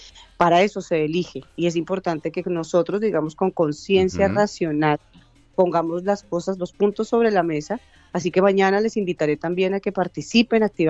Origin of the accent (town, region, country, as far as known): Colombia; now in Spain